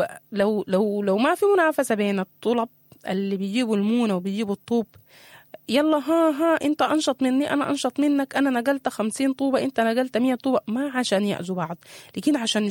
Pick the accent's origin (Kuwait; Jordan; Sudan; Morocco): Sudan